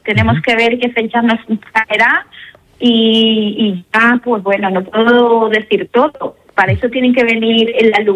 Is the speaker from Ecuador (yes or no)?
yes; Ecuador; dar a conocer pues mi cultura, mi país, mi tierra, mis orígenes. Por eso la formación se llama